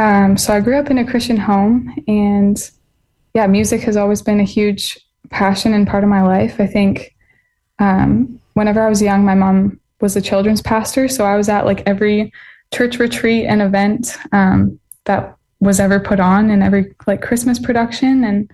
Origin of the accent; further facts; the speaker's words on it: Ottawa, Ontario, Canada; Yeah, I grew up in Ottawa, Ontario, so the capital. And I've been here all 23 years.